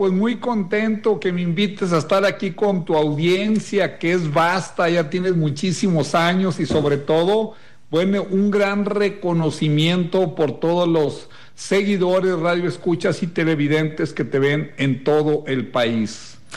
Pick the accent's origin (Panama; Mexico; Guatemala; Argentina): Mexico; Yo, siendo mexicano, tengo seguro social americano y tengo líneas de crédito en Estados Unidos